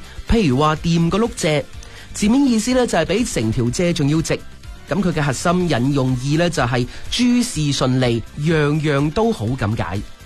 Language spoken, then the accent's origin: Cantonese; Guangdong, China; 呢度呢就要赞下我哋广府人嘅小聪明啦